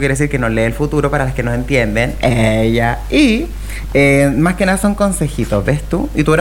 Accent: Antofagasta, Chile; Si yo soy de Antofagasta, entonces ¿yo qué soy?

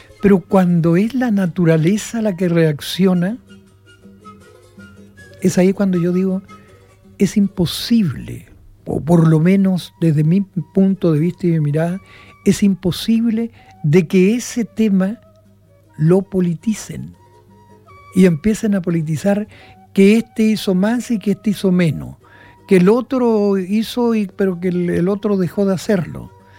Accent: Atacama, Chile; moved away; also born or lived in Illapel, Coquimbo / Salamanca, Coquimbo; Yo vengo de la tercera región, vengo de la región de Atacama y dentro de la cuarta región también tengo mucha familia, que era la familia por parte de mi madre. Yo vivía en Yapel, vivía en Salamanca, vivía en Limagüida

